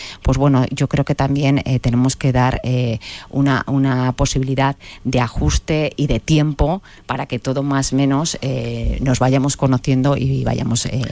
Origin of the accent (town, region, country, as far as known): Navarre, Spain